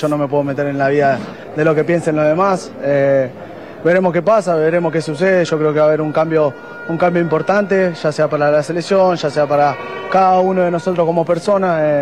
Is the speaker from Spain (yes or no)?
no; Argentina; nosotros somos argentinos